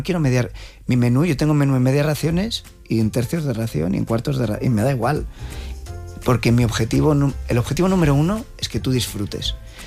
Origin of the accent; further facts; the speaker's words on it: Spain; Porque somos españoles.